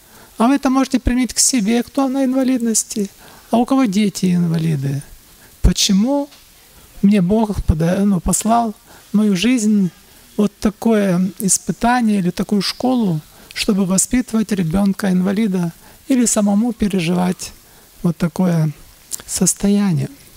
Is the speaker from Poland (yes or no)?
no; Ukraine; now in Petrovka, Odesa Oblast, Ukraine; мы сами с Украины, и мы живем в Одесской области, село Петровка.